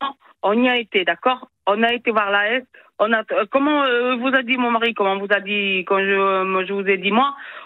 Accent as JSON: {"language": "French", "country": "France", "said": "Non, pas demandeur d'asile, mais franchement, nous on est français"}